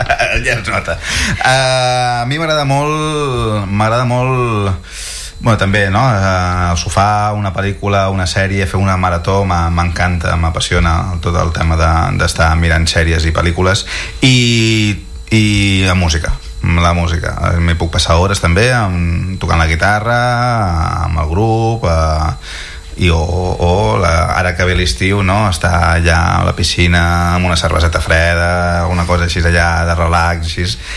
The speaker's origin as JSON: {"language": "Catalan", "town": "L'Escala", "region": "Catalonia", "country": "Spain", "moved": "yes", "lives_now": "Sant Julià de Ramis, Spain", "said": "Jo sóc de l'Escala, sóc de poble, ja a l'estiu quan ve molta gent m'estressa molt. Ara fa molts anys que estic visquent a Sant Julià de Ramis, que és un poble molt tranquil, molt tranquil, encara que estigui al costat de Girona."}